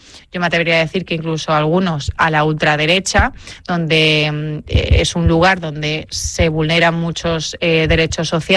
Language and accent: Spanish; Seville, Andalusia, Spain; soy sevillana. O sea, yo ya nací con prejuicios.